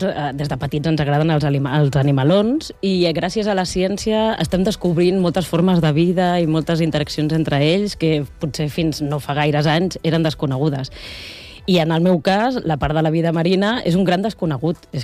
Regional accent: Barcelona, Catalonia, Spain; born there; now in Calafell, Spain; Jo vaig néixer a Barcelona, però fa més de 20 anys que estic aquí visquent assegut a Calafell.

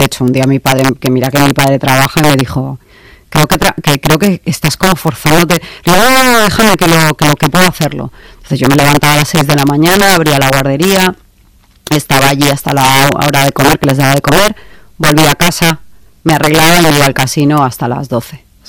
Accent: Balearic Islands, Spain; soy de Mallorca

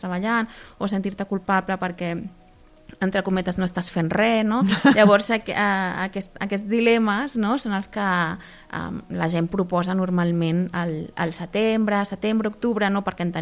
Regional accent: Argentina; now in Caldes, Spain; jo sóc de l'Argentina

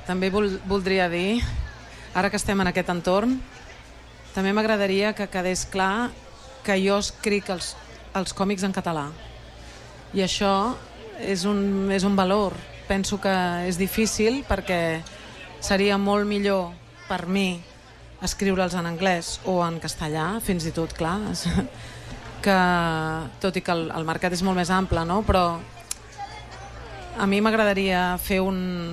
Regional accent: Catalonia, Spain; first language Catalan; és necessari i és meravellós poder expressar-me en la meva llengua i que em llegeixin amb la meva llengua, no?

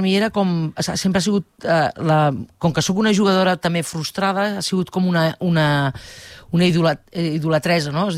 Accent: Manresa, Catalonia, Spain; M'agrada molt la muntanya, com a bona manresana, que tenim Montserrat al costat.

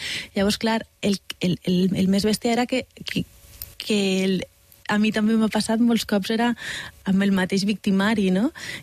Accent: Valencian Community, Spain; Soc valenciana.

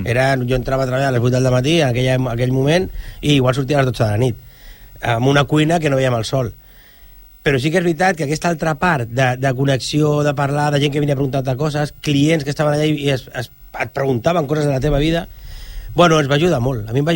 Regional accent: Sant Boi de Llobregat, Catalonia, Spain; also born or lived in Berga / La Pobla de Lillet / Sant Bartomeu de la Quadra; Fins que vam acabar aquí a Sant Boi i vaig començar a fer vida a Sant Boi. Quan jo vaig arribar a Sant Boi tindria uns 4 anys i fins ara.

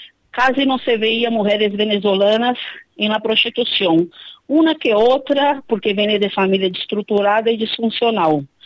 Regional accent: Brazil; É como eu tenho dito, eu vim de Brasil, de Zique Brasil

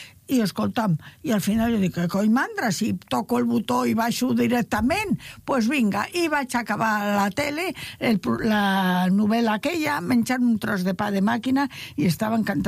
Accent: Madrid, Community of Madrid, Spain; now in Arenys, Spain; Pues hay una madrileña aquí que se pasa, eh, de raya.

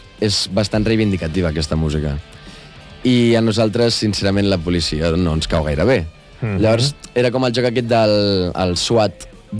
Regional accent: El Vendrell, Catalonia, Spain; ens coneixem perquè som de Vendrell

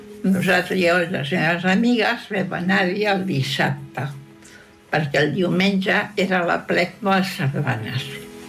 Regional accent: Barcelona, Catalonia, Spain; criada al Clot

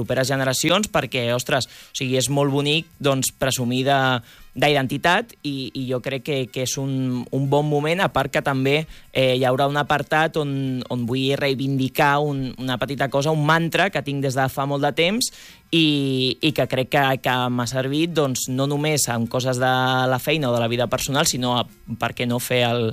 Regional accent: Rubí, Catalonia, Spain; jo sóc de Rubí de tota la vida i sempre he viscut al barri i bueno, és la ciutat on sóc, on he nascut, on he crescut i on he viscut, o sigui que és la meva ciutat

